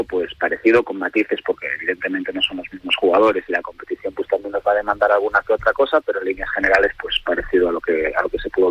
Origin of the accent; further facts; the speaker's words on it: A Coruña, Galicia, Spain; de los que somos gallegos